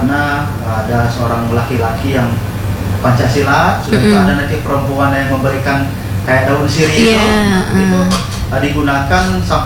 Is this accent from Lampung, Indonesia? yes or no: no; North Bengkulu, Bengkulu, Indonesia; memang saya dibesarkan di Bengkulu Utara itu betul-betul dari orang tua, bapak saya dan ibu saya orang Rejang, dimana setiap di rumah misalkan kita menggunakan bahasa